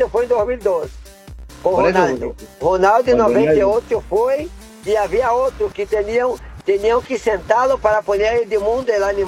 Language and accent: Spanish; Brazil; moved away; nosotros como brasileños estamos acostumbrados a que Brasil vaya a los mundiales.